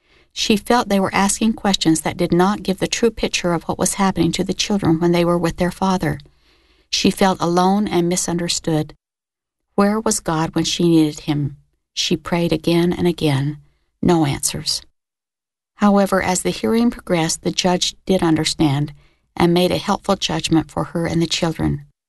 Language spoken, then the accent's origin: English; Salt Lake City, Utah, United States; thinking that because I was from Salt Lake City, I would feed them spiritually.